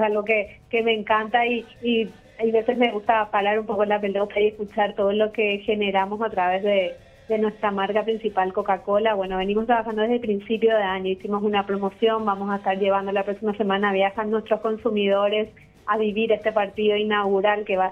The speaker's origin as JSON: {"language": "Spanish", "country": "Paraguay"}